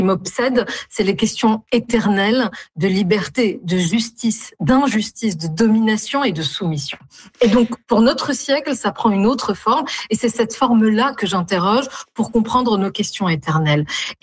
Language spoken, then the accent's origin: French; Tunis, Tunis Governorate, Tunisia; born or raised there; moved away as an adult; now in France